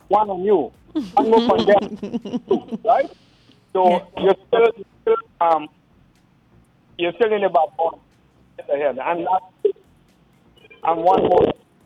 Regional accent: Niger; I grew up in Niger.

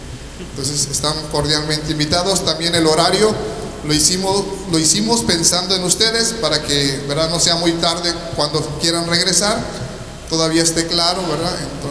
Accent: Cancún, Quintana Roo, Mexico; Yo soy de Cancún

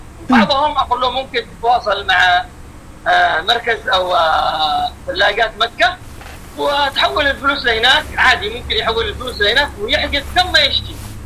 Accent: Aden, Yemen; وكانوا يقولوا لي أنت من فين؟ أقول لهم أنا من عدن. أيوة بعدين ربطوا لي

